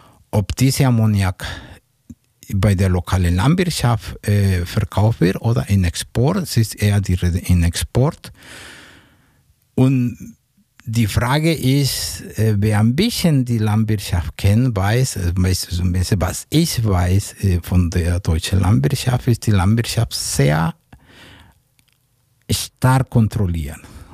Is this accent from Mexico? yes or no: yes; Mexico; wir Ausländer, ich bin Mexikaner